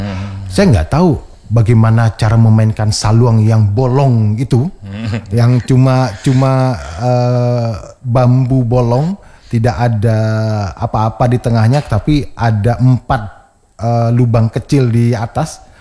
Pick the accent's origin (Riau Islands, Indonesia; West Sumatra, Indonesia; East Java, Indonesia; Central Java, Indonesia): West Sumatra, Indonesia; Padang; Tapi kalau yang kayak saya kan dari Padang nih, kota Padang, ketika tahu ada adat Minang itu dirantau itu kan, aduh, kayaknya gimana gitu lah.